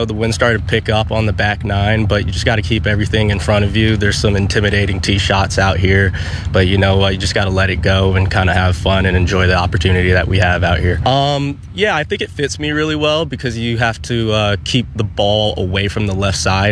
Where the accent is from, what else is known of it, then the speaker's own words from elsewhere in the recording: Florida, United States; I'm from South Florida